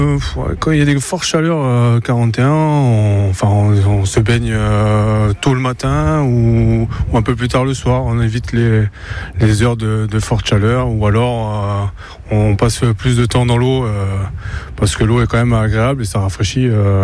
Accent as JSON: {"language": "French", "region": "Nouvelle-Aquitaine", "country": "France", "said": "De Bruges, à côté de Bordeaux."}